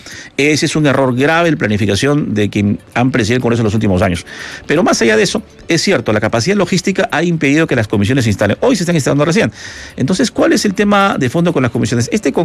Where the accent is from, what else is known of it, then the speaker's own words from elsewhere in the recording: Peru; Muchos países reconocen el logro peruano